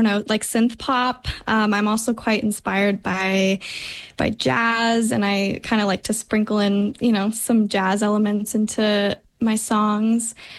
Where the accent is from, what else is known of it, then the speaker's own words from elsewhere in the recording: Montana, United States; I'm from Montana originally, and I grew up in a pretty musical family.